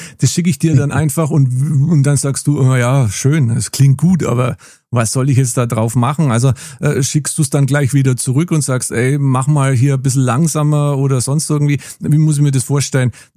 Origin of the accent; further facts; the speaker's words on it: Nuremberg, Bavaria, Germany; Ich erinnere mich noch an die erste Eisenbahn in meiner Heimat, natürlich Nürnberg nach Fürth.